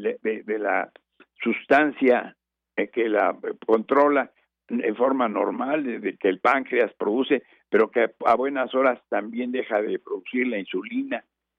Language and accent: Spanish; Mexico; Somos los mexicanos